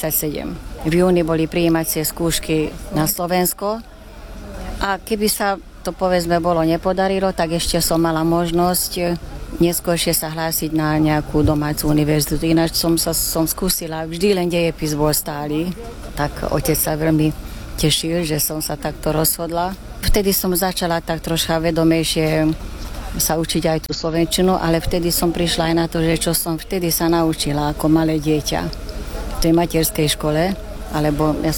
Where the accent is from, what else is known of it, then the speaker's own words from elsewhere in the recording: Veszprém, Veszprém County, Hungary; Slovak is a second language; moved away as an adult; also born or lived in Bratislava; Ja som z Maďarska, z Vespremu, pri Balatone. Ja som tam vyrástla, tam som chodila aj do základnej, aj do strednej školy. Mamička je Maďarka, lebo je zo Župy Šomoď, ale otec pochádza z Jelenca